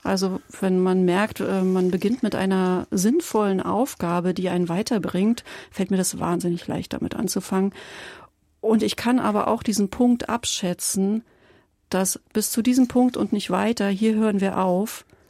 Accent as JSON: {"language": "German", "region": "Berlin", "country": "Germany", "tie": "born there", "said": "Ich bin ja im Prenzlauer Berg zur Schule gegangen"}